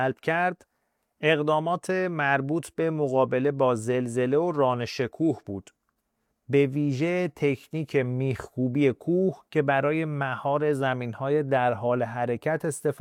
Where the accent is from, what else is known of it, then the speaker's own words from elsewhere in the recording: Kunar, Afghanistan; در زادگاه من، ولایت کنر در شرق افغانستان